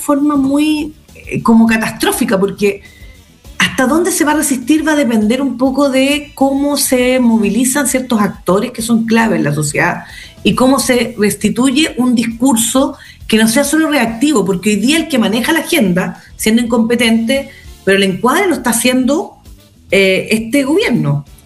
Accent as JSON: {"language": "Spanish", "country": "Chile"}